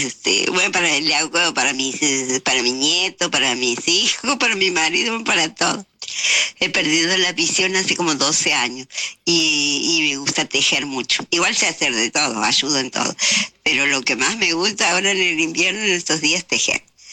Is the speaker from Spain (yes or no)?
no; Santiago del Estero, Argentina; also born or lived in Buenos Aires; soy de Santiago del Estero. Nacido en Santiago del Estero, he vivido muchos años en Buenos Aires, pero hace muchos, muchos años que me he mudado a donde he nacido.